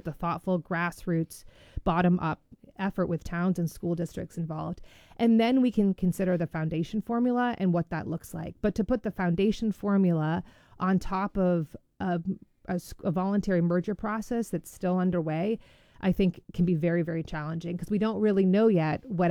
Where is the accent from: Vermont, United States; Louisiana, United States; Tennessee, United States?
Vermont, United States; Newbury; I'm thinking about where I grew up in Newberry. You know, for me, it's very personal. I grew up in rural Vermont. I went to Newberry Elementary School.